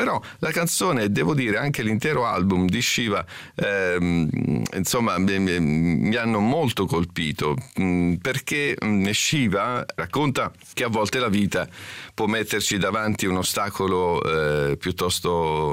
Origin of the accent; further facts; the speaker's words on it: Calabria, Italy; dalla mia Calabria